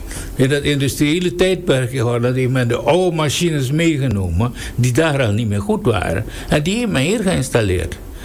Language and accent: Dutch; Suriname; toen wij als Surinamers, de Surinaamse leiding waarmee ik, waar ik het hoofd was